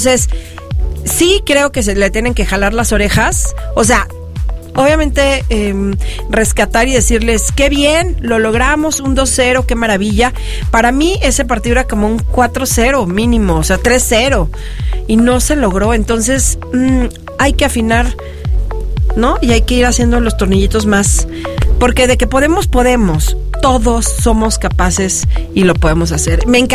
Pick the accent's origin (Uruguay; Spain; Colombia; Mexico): Mexico; nosotros como mexicanos, pues estamos acostumbrados.